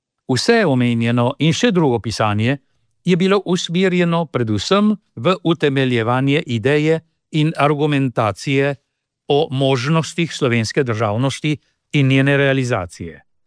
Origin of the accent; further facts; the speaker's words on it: Argentina; Kot Slovenec iz Argentine in edini iz diaspore